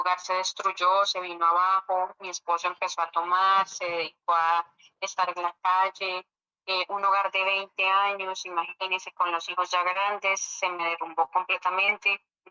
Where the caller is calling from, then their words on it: Machetá, Cundinamarca, Colombia; Machetá, Cundinamarca.